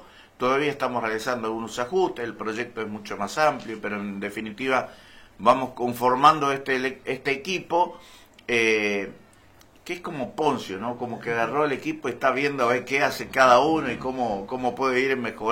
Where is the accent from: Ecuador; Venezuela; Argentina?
Argentina